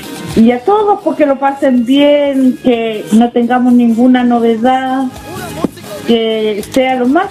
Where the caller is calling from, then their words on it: Maule, Chile; Yo vivo en Hierbabuena